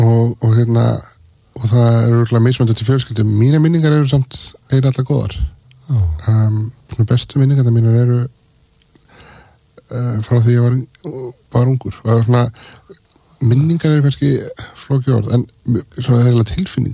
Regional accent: Reykjavík, Capital Region, Iceland; Ég man eftir að ég ólst upp á Norðurstíg sem er svona lítil gata í vestur miðbænum.

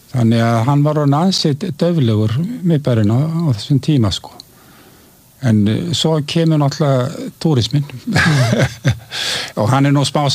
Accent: Reykjavík, Capital Region, Iceland; born or raised there

